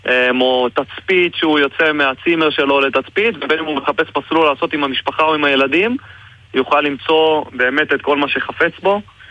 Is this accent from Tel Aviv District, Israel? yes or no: no; Hispin, Northern District, Israel; אני נולדתי וגדלתי בחספין עד גיל מאוד מאוד צעיר, ואחרי זה... עכשיו חזרתי, מה שנקרא, למקורות.